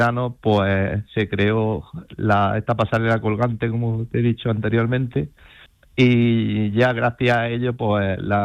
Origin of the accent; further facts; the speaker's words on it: Torrenueva Costa, Andalusia, Spain; en mi pueblo yo diría que es un pueblo muy bonito, de la costa tropical, estamos en la provincia de Granada, un pueblo con costa y prácticamente los 365 días del año pues tenemos un tiempo espectacular, una media de 18 grados.